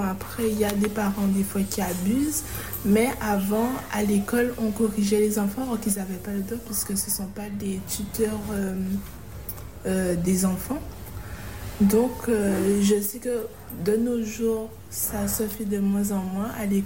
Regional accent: Petit-Bourg, Guadeloupe; je viens de Sainte-Marie-Petit-Bourg.

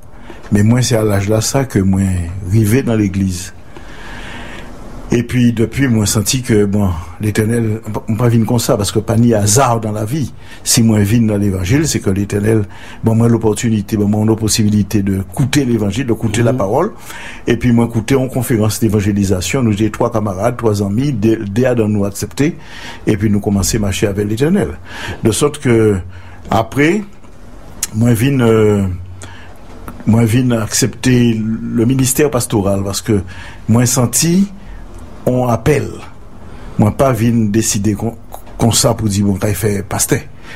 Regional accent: Basse-Terre, Guadeloupe; also born or lived in Saint-Claude; moi, je suis un Guadeloupéen, moi, je suis né à Bastère. Enfin, moi, à l'époque, moi, je suis né à Fête Saint-Claude. C'est-à-dire que la famille, moi, c'est mon Bastère.

